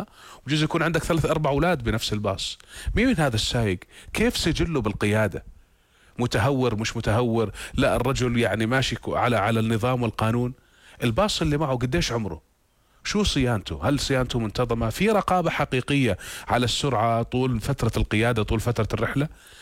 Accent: Jordan; آلمنا جميعا كأردنيين

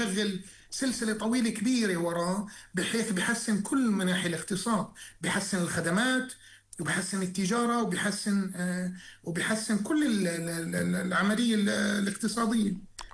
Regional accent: Jordan; احنا اولى في بلدنا الأردن

